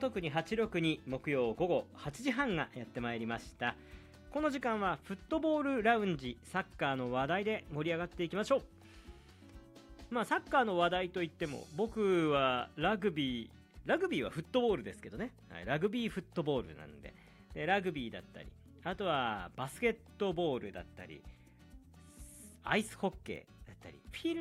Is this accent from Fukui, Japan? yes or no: yes; Fukui, Japan; 地元の福井県に丸岡ラックというクラブがありまして、